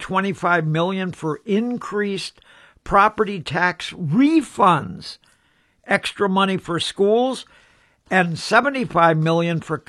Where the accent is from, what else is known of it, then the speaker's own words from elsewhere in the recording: North Dakota, United States; born there; moved away; also born or lived in northern Minnesota; I grew up in North Dakota originally and then in northern Minnesota